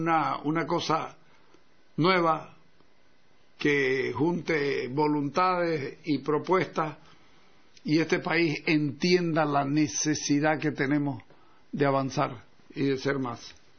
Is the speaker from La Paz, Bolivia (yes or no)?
no; Santa Cruz, Bolivia; no me estorba ser boliviano, pero soy cruceño. Santa Cruz es mi patria, Bolivia es mi país.